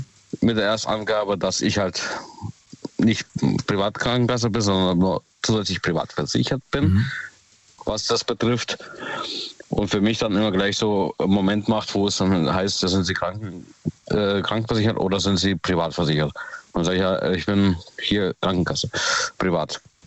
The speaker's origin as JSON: {"language": "German", "town": "Ottersweier", "region": "Baden-Württemberg", "country": "Germany", "said": "Aus Ottersweier."}